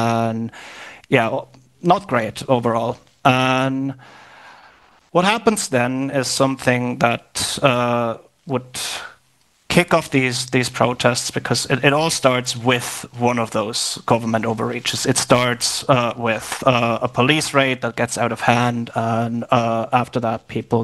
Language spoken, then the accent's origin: English; Germany; English is a second language; No, I am originally from Germany.